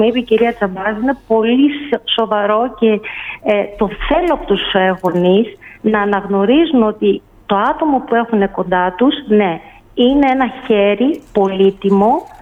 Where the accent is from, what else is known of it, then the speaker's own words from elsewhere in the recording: Thessaloniki, Central Macedonia, Greece; Ξεκίνησα με τη Θεσσαλονίκη γιατί είναι η πόλη μου.